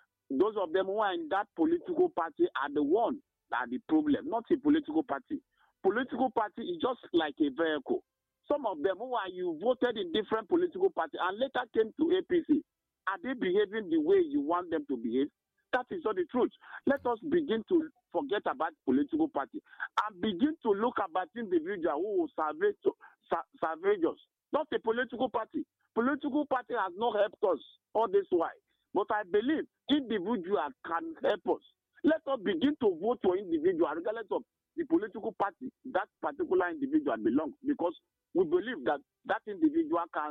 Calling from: Nigeria; I'm calling from Okpabi Nimbo.

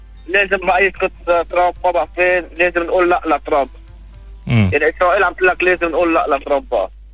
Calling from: North Lebanon, Lebanon; من الشمال.

